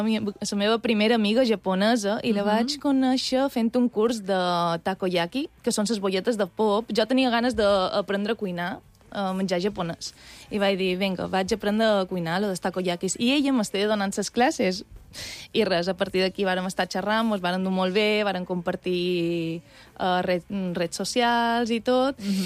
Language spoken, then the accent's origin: Catalan; Mallorca, Balearic Islands, Spain; sóc d'una illa d'Espanya, sóc de Mallorca